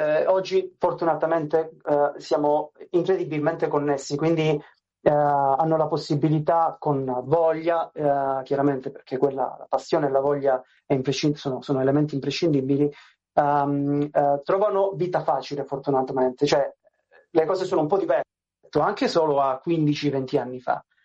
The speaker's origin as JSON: {"language": "Italian", "region": "Calabria", "country": "Italy", "moved": "yes", "said": "io da buon calabrese tocco con mano ogni volta, tutte le volte che ritorno nella mia regione, questa realtà."}